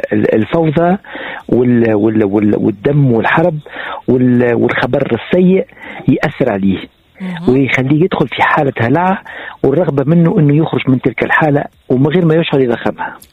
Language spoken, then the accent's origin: Arabic; Tunisia; ما يفرقش راهو تونسي كتونسي راهو بالنسبه لي